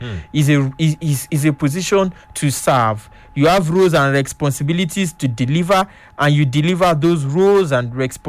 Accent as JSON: {"language": "English", "country": "Nigeria", "said": "as a Nigerian, to the Yoruba culture"}